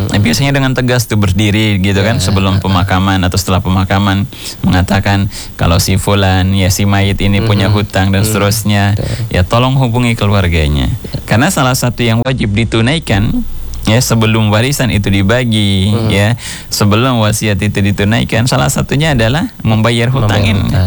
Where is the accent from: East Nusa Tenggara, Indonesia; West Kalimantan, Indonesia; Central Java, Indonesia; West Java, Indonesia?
West Kalimantan, Indonesia; Sintang; apalagi kita di Sintang